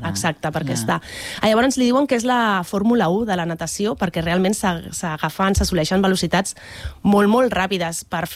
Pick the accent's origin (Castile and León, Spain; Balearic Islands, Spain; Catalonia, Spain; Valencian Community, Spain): Catalonia, Spain; L'Hospitalet de Llobregat